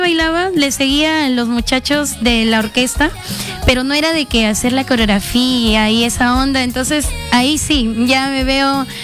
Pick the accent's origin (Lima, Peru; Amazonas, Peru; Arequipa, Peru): Lima, Peru; Soy de Lima, por parte de mis padres, de mis abuelos, por parte de mamá, son del Cusco, y wow, por parte de mi papá, mis abuelos son de Huaray.